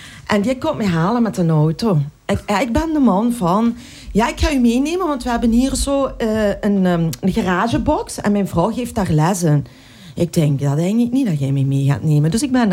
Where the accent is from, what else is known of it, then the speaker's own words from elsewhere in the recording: Lillo, Flanders, Belgium; En ik kwam uit Lillo. Middle of nowhere.